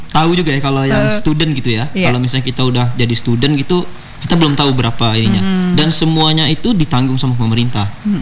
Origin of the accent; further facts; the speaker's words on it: Bengkalis, Riau, Indonesia; karena saya memang anak daerah Bengkalis